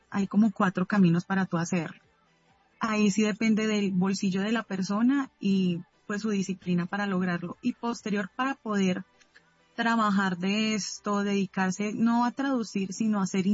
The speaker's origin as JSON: {"language": "Spanish", "country": "Colombia", "said": "hay dichos que nosotros tenemos como colombianos"}